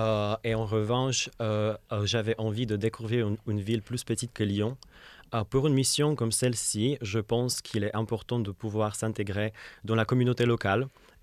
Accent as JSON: {"language": "French", "country": "Czechia", "second_language": "French", "moved": "as an adult", "lives_now": "France", "said": "j'ai 21 ans, je viens de la République tchèque"}